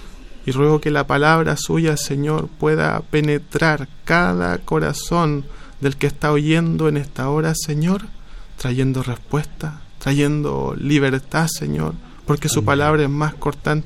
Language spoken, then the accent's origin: Spanish; Tomé, Biobío, Chile; Soy oriundo de Yoicura, un sector de acá de la comuna de Tomé